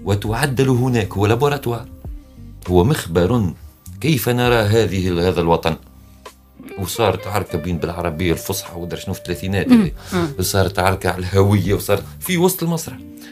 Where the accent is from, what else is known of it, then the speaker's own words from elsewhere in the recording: Tunisia; يعني أنا مسرحي تونسي.